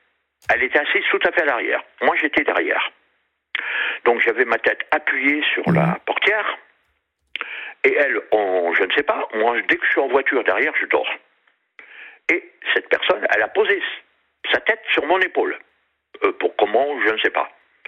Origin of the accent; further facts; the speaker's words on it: Southwest France, France; accent: Southwest France; ma cousine, qui est du Périgord, comme un petit peu l'accent que j'ai, quoi. Je suis du Sud-Ouest.